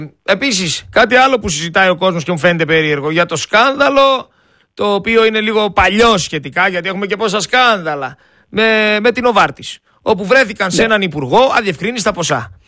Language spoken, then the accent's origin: Greek; Greece; Εγώ είμαι ένας Έλληνας πολίτης λοιπόν, και αυτός θα γίνει ο έλεγχος και να γίνει, και εγώ θα απαντήσω.